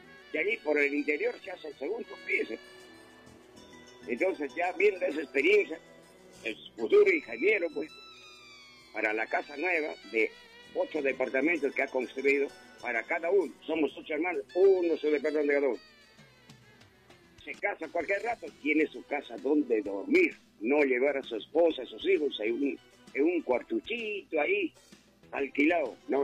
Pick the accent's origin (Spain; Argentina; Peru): Peru; Huaraz, Ancash; en mi tierra, en Huaraz. El terremoto trajo abajo a toditas las casas de la avenida Tarapacá, donde yo vivo.